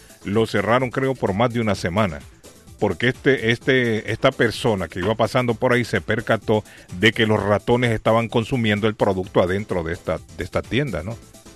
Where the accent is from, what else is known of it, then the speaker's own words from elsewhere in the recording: Honduras; moved away; Pero en mi país, en Honduras